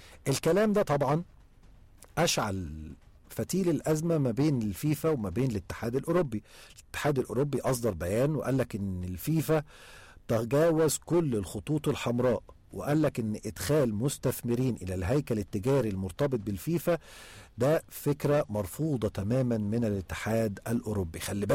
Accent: Egypt; عندنا في مصر

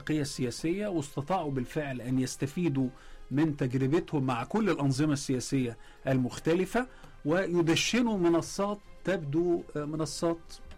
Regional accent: Egypt

